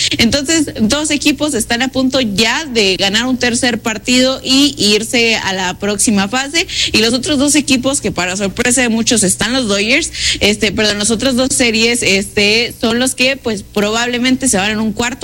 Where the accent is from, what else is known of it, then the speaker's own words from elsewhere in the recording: Mexico; más como mexicanos, nos toca apoyar a personas como Noel